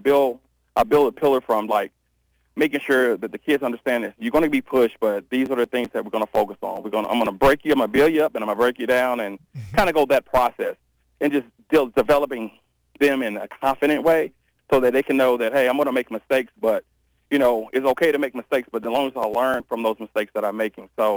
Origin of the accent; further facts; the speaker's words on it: East St. Louis, Illinois, United States; I'm from East St. Louis at the time, so I'm like, well, I can still claim Illinois